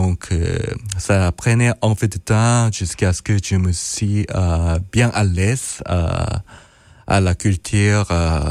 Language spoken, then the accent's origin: French; New Zealand; moved away; also born or lived in South Korea; je suis né en Corée du Sud, mais je suis élevé en Nouvelle-Zélande.